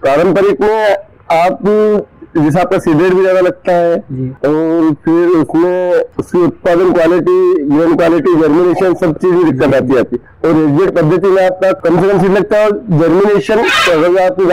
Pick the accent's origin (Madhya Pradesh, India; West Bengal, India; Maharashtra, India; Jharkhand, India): Madhya Pradesh, India; Ujjain district; जिला उज्जैन का रहने वाला हूँ।